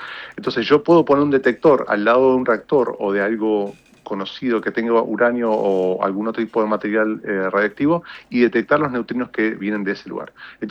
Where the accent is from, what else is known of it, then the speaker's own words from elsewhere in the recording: San Rafael, Mendoza, Argentina; born there; moved away; also born or lived in General Alvear, Mendoza / Real del Padre, Mendoza; Así que después nos mudamos a San Rafael y bueno, ahí fui a la universidad y la mayor parte de mi vida en Argentina, en Mendoza, la pasé en San Rafael, pero nací en Alvear.